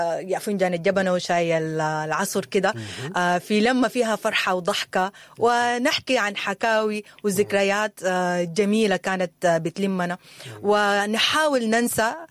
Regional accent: Sudan; لبلدنا الغالي السودان

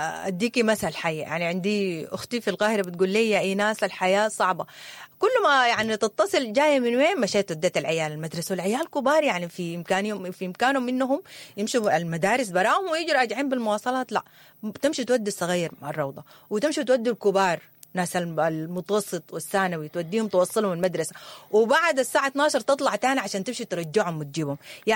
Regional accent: Sudan; نحن سودانيين

